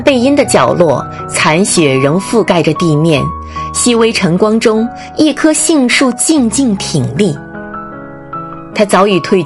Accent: Fujian, China; 我从小在福建长大，见惯了南方的满城春色，那里的春是热闹的，喧嚣的，被烟火气包裹着。

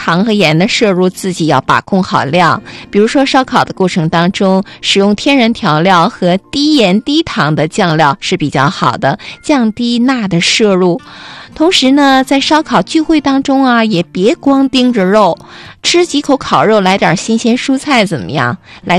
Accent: Northeast China, China; 你看咱们东北人吃东西啊，口味就是比较浓郁醇厚，

